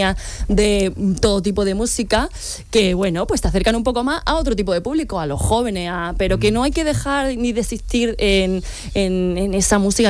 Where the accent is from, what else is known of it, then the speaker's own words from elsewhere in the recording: Granada, Andalusia, Spain; mira que soy granadina, pero me quiere mucho.